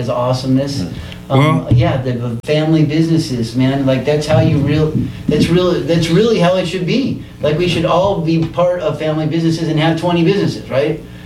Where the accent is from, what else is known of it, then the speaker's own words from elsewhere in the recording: San Bernardino, California, United States; we're all from San Bernardino.